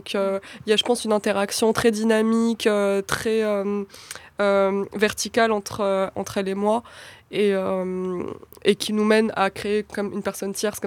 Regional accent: Kabylie, Algeria; moi aussi je suis kabyle, donc on parle un peu Ezol Flawen, etc.

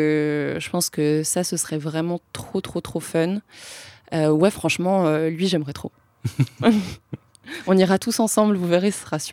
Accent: Romania; moved away; mon enfance en Roumanie

